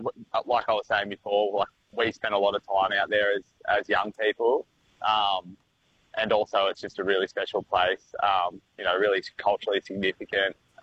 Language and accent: English; New South Wales, Australia; give back those experiences that I had as a young fella growing up in the Bega Valley.